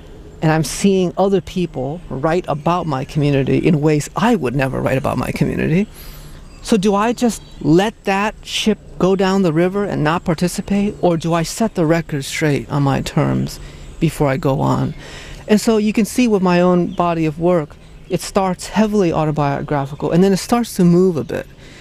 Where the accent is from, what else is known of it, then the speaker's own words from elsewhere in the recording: Hartford, United States; You know, when I was a little boy growing up in Hartford, on Sundays we would go to the Baptist church